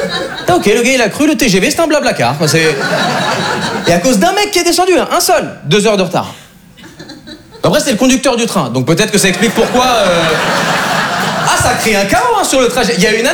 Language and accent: French; Switzerland; moved away as an adult; also born or lived in Montreal, Canada; now in France; en plus d'être suisse, je suis brésilien. Ouais, c'est bizarre, hein. J'ai une tête d'Allemand, j'ai grandi en Suisse, et j'ai de la famille en Amérique du Sud.